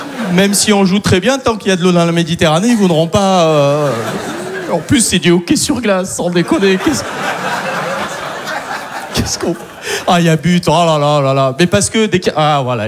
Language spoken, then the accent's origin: French; Algeria; je suis content d'être algérien. Et je le dis, d'ailleurs, allègrement que je suis algérien